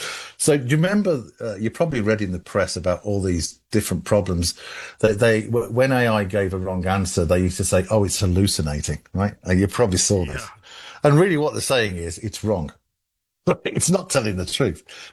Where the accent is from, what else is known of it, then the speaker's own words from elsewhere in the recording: England, United Kingdom; accent: English; it doesn't understand my English accent